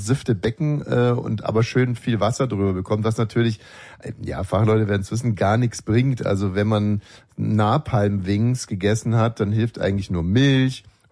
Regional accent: West Germany, Germany; Ach so, so war das im Osten, weil bei uns im Westen hat man genießt und dann hieß es, zieh dir mal was an die Füße.

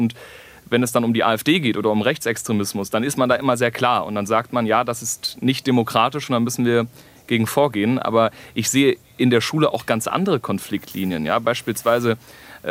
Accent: West Germany, Germany; ich komme aus Westdeutschland

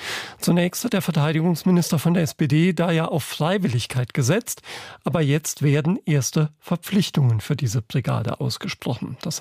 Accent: Saarland, Germany; Bei uns im Saarland läuft die Schule ja schon so lange wieder, dass manche vermutlich schon wieder die nächsten Ferien herbeisehnen.

